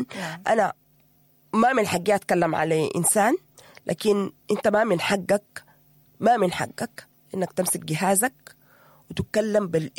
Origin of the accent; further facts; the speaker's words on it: Sudan; نحن كمجتمع سوداني